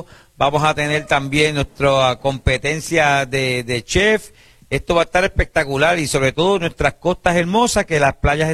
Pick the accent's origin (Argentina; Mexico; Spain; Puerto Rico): Puerto Rico; Aguadilla; Fue un gesto de amor de todos los aguadillanos maravillosos, a quien estoy en deuda con mi pueblo.